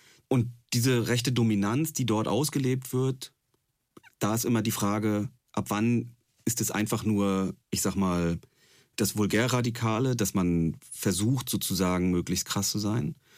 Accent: East Germany, Germany; ich komme selber aus Ostdeutschland

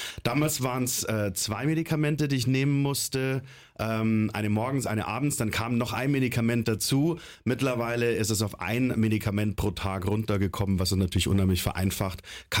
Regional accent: Bavaria, Germany; now in Berlin, Germany; Ich komme ursprünglich aus Bayern, deswegen trage ich auch eine Lederhose.

